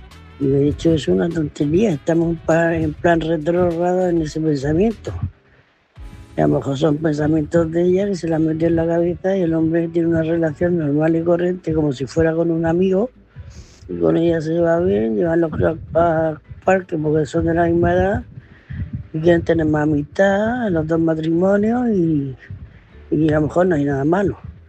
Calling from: Murcia, Region of Murcia, Spain; de Murcia, corresponsal de Murcia.

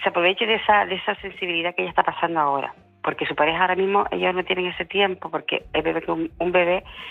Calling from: Canary Islands, Spain; Soy de Gran Canaria.

